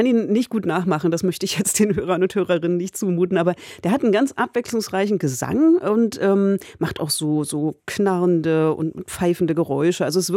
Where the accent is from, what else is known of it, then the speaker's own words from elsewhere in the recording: Berlin, Germany; Ich komme ursprünglich aus Berlin.